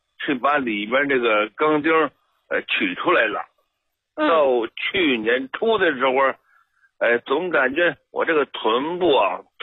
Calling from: Beijing, China; 我是北京的啊，

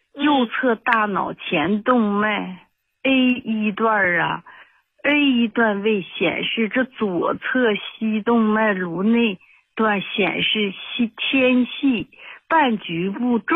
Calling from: Heilongjiang, China; 啊，我是黑龙江的一个新听众。

